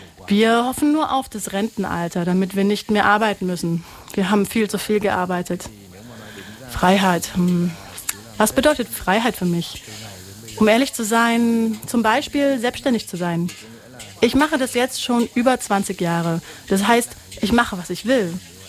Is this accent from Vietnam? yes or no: yes; Vietnam; now in Germany; Wir sind in Vietnam geboren und aufgewachsen. Aber für mich und meine Generation gibt es immer etwas, was uns an die Heimat erinnert, um ehrlich zu sein.